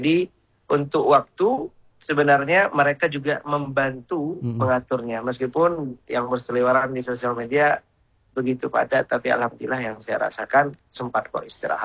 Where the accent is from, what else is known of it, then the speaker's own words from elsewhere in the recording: Aceh, Indonesia; Cukup dia tahu saya dari Aceh, dan alhamdulillah mereka mendoakan.